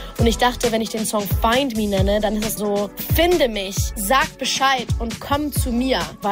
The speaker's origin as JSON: {"language": "German", "region": "Hamburg", "country": "Germany", "said": "ich komme aus Hamburg. Ich bin 28 Jahre alt"}